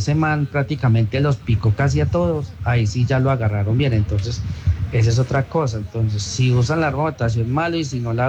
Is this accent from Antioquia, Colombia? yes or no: no; Pereira, Risaralda, Colombia; de Pereira, las estoy viendo por TikTok también.